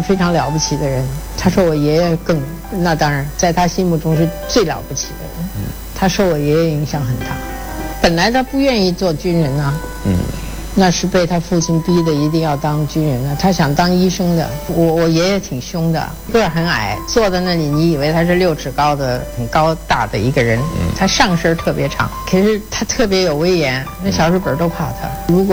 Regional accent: Taiwan; born there; also born or lived in Tianjin; 我们从小在台湾受教育

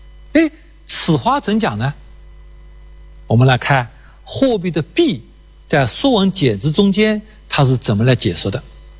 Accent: China; 我们中国人

